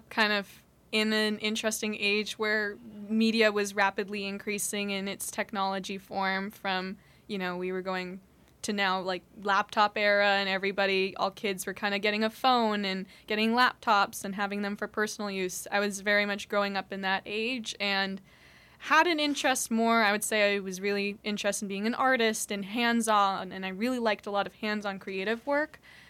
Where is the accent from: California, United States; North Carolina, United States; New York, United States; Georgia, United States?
California, United States; Davis; As a kid, it was very much a very quiet, calm town. And so I feel like I always craved a lot more of like a city experience